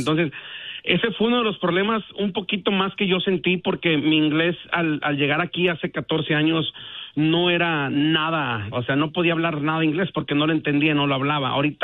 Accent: Tepic, Nayarit, Mexico; now in United States; nosotros somos de Nayarit, del estado de Nayarit, de la parte de Tepic, parte costera también de Santiago Ixcuintla, Nayarit.

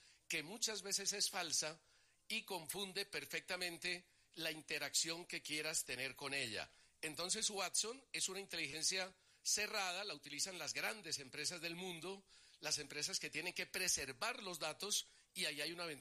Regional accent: Colombia; Y usted ya conoce cómo somos los colombianos.

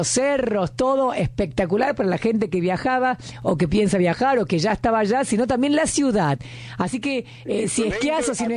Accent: Buenos Aires, Argentina; te das cuenta que somos los porteños en modo vacaciones.

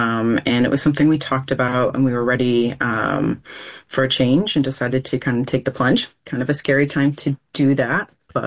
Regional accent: Rochester, New York, United States; when I say I'm from New York, people always assume the city. And then Rochester.

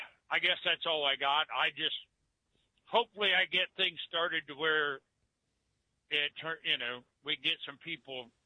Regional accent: Delaware, Ohio, United States; My hometown of Delaware, Ohio, has grown. There's apartments where there used to be cornfields.

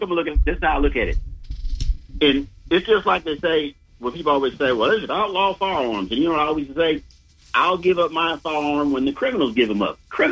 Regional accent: Augusta, Georgia, United States; my father's family from Lincoln, but my mom's family is Augusta. We're from downtown Laney Walker area. You know, I grew up in Sunset Homes when I was down here.

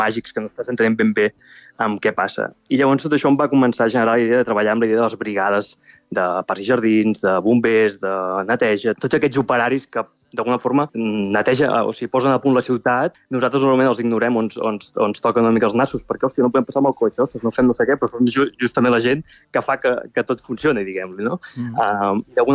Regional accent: Mataró, Catalonia, Spain; jo que sóc de Mataró i hem amat pirotècnia des de ben petit

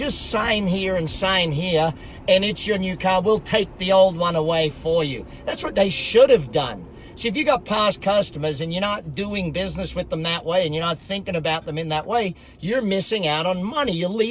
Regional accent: Australia; get all my skin checked for those cancers. growing up in Australia.

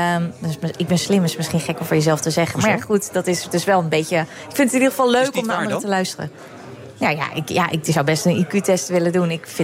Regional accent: The Hague, South Holland, Netherlands; Ik ben oorspronkelijk een Hagenees, maar ondertussen ben ik een Hagenaar.

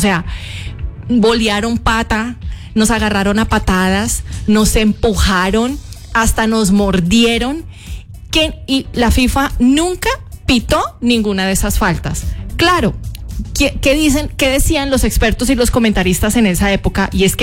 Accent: Colombia; Pues obvio que soy una colombiana herida

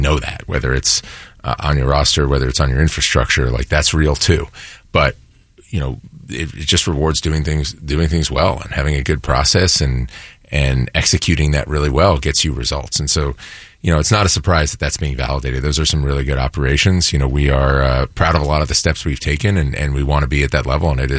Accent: Philadelphia, Pennsylvania, United States; I was from Philly

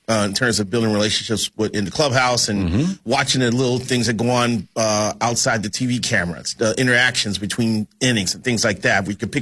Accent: Chicago, Illinois, United States; And the other thing, too, I grew up in Chicago.

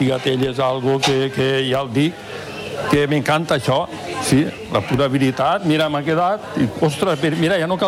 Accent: Oliva, Valencian Community, Spain; De tota la vida, sí, nascut

